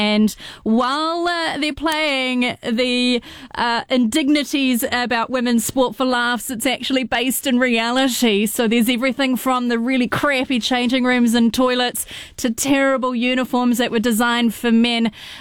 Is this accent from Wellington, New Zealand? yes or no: yes; Kapiti Coast, Wellington, New Zealand; I grew up on the Kapiti Coast. I'm half Bogan.